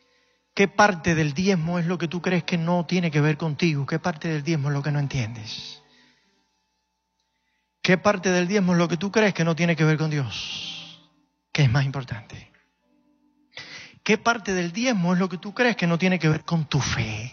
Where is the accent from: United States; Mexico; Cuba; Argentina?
Cuba; moved away; En el año 1977, en Cuba, soy cubano, aunque alguno no lo haya notado.